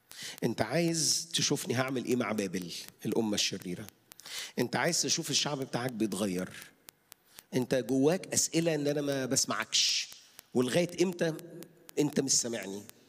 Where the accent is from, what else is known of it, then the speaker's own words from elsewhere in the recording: Egypt; احنا مش مصريين بالصدفة